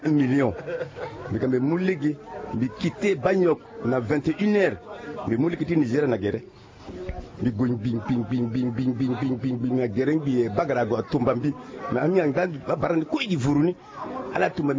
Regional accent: Central African Republic; moi je suis de Centrafrique

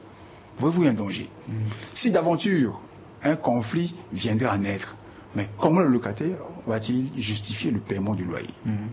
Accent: Central African Republic; chez nous, en République centrafricaine

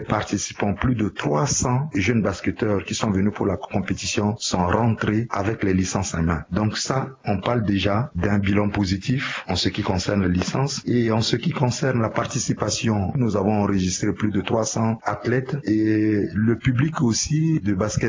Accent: Central African Republic; je suis centrafricain

